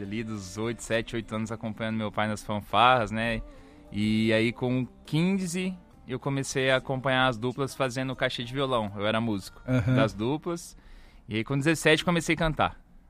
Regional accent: Maringá, Paraná, Brazil; A gente é de Maringá.

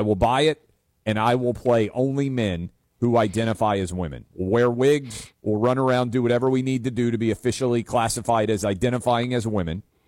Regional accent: Nashville, Tennessee, United States; I will bring them to my hometown where I do this show from, Nashville, Tennessee.

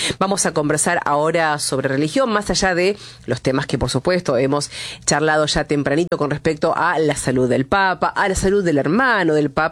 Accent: Argentina; cómo somos los argentinos.

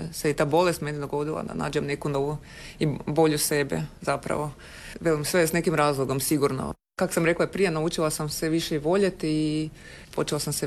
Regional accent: Podravina, Croatia; accent: Kajkavian; now in Zagreb, Croatia; ja sam iz Podravine

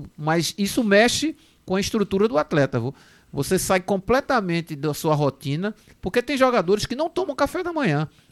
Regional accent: Northeast Region, Brazil; eu sou do Nordeste, terra do frevo, do maracatu, do futebol, animal.

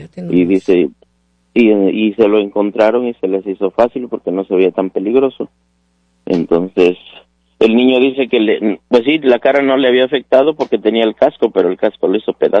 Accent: Santa María la Alta, Puebla, Mexico; Santa María la Alta.

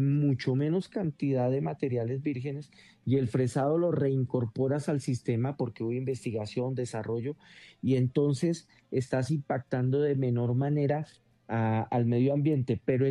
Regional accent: Colombia

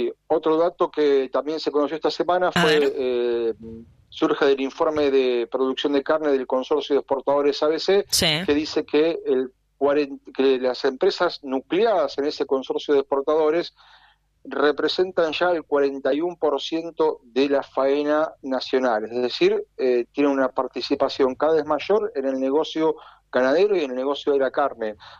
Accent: Rosario, Santa Fe, Argentina; now in Buenos Aires, Argentina; yo soy rosarino

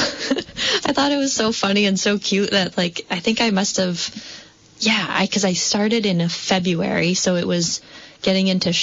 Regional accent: Connecticut, United States; now in Vermont, United States; No, I grew up in Connecticut.

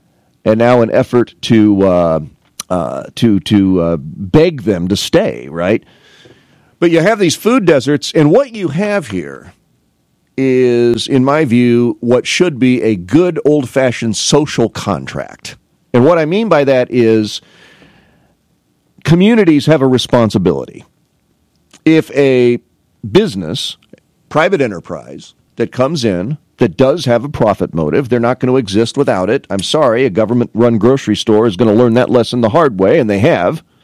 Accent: Canton, United States; Remember now, I'm from Canton, and we had a vibrant economy with two men's stores, two shoe stores, two baby clothes stores, women's clothing stores, all in one square, right?

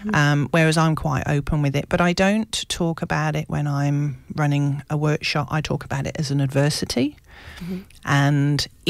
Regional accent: United Kingdom; moved away as an adult; now in Australia; "Oh, it's just because you're British." I'm like, "Well, I'm Aussie now as well,"

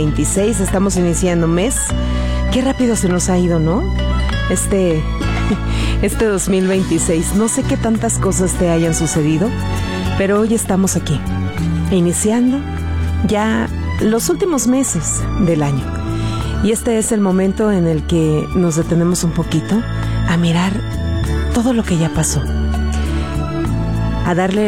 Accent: Mexico

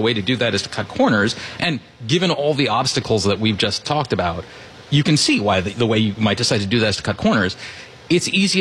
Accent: Rockville, Maryland, United States; I grew up in Rockville, Maryland, so this is like home for me, right?

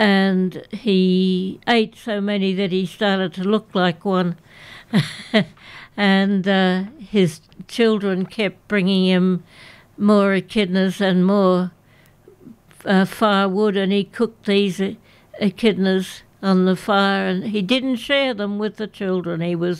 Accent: Canberra, Australian Capital Territory, Australia; I grew up in Griffith in Canberra.

